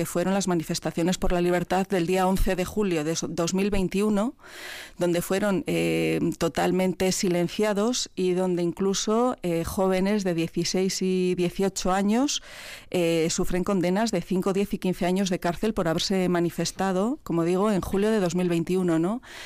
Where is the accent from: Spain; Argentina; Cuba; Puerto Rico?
Spain; gringa no, soy española.